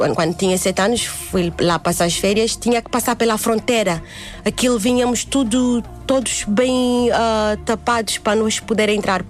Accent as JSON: {"language": "Portuguese", "country": "Namibia", "also_born_or_lived": "Lubango, Angola", "moved": "yes", "said": "nós somos do norte da Namíbia"}